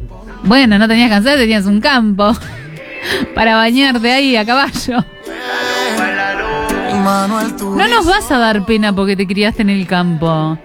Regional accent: La Paz, Canelones, Uruguay; born there; vivíamos en La Paz, Canelones

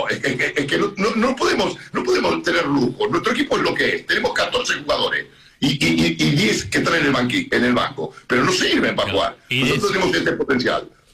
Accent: Argentina; A mí España, yo soy argentino y quiero que gane Argentina.

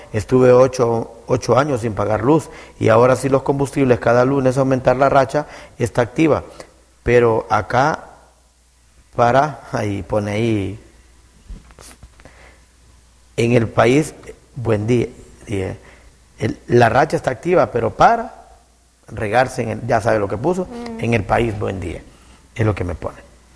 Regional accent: Honduras; si a mí como hondureño

